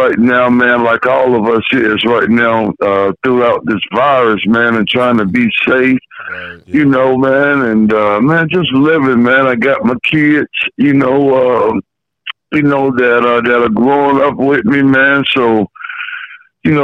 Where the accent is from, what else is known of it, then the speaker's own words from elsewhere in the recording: Atlanta, Georgia, United States; also born or lived in Chicago / Decatur; I grew up in a part of Atlanta that was right next to Decatur up until I was about 12. And then we moved to Decatur when I was about 12. And so really a lot of my roots come from Atlanta and Decatur too.